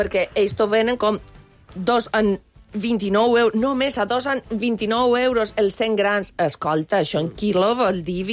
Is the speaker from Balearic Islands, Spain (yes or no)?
yes; Es Castell, Balearic Islands, Spain; Perquè en el meu poble...